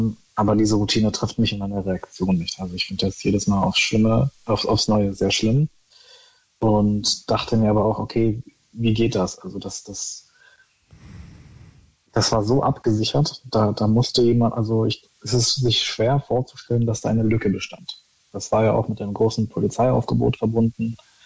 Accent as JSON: {"language": "German", "region": "Berlin", "country": "Germany", "tie": "born or raised there", "said": "Ich bin in Schöneberg aufgewachsen und in der Nähe des Neuendorfplatzes"}